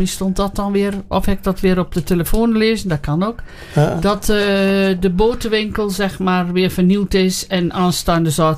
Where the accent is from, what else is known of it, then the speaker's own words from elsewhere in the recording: Oldebroek, Gelderland, Netherlands; Want dan kom je langs dat industrieterrein bij ons in het Oostenarp.